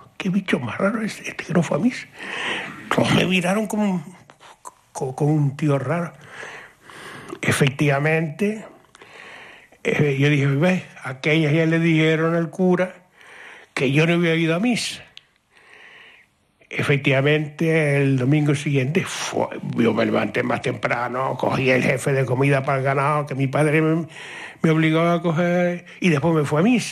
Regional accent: Breña Alta, Canary Islands, Spain; Yo nací cerca de los Dragos Gemelos, y mi casa estaba cerca de los Dragos Gemelos

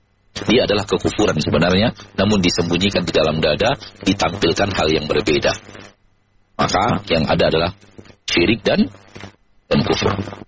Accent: Padang, West Sumatra, Indonesia; bahasa kami orang Padang, orang Sumatera.

